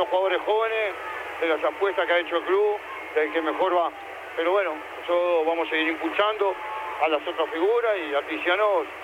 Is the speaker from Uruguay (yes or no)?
yes; Montevideo, Uruguay; moved away; also born or lived in Rocha; yo soy de la ciudad, como dice la canción. Soy montevideano, pero mitad de mi vida tengo en el campo y la otra mitad en Rocha. Así que conozco bien el interior